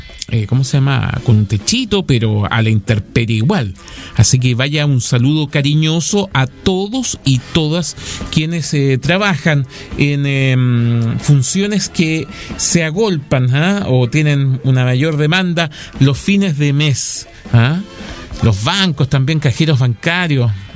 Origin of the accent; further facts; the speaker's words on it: Chile; Hoy día fui, como buen chileno, a última hora